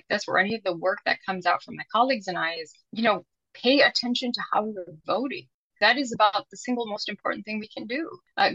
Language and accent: English; United States; I'm an American mother. I'm a doctor. I have three small children of my own.